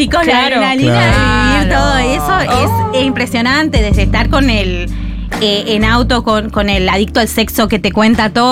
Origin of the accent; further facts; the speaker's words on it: Buenos Aires, Argentina; soy de Almagro, che.